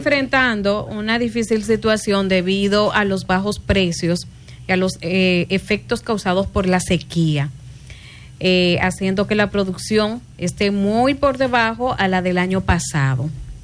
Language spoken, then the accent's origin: Spanish; Dominican Republic; el dominica, esa es nuestra cultura. Nosotros conocemos esa fruta por chinola.